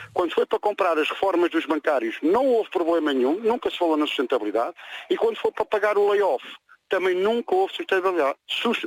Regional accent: Portugal; porque para mim, enquanto português, é folclore

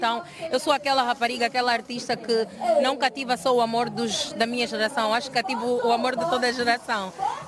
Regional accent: Luanda, Angola; eu sou do Miramar, município do Sambizanga.

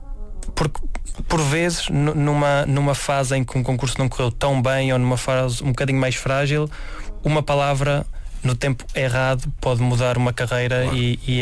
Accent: Celorico da Beira, Centro, Portugal; moved away; na minha terra, em Celorico da Beira.

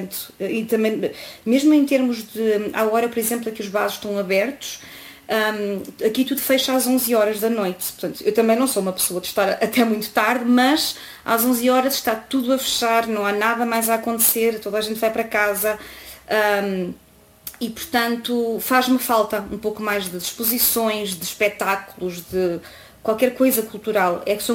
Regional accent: Coimbra, Centro, Portugal; moved away; Mas também eu sou de Coimbra, não é? Uma cidade mais pequenina, onde não acontece tanta coisa.

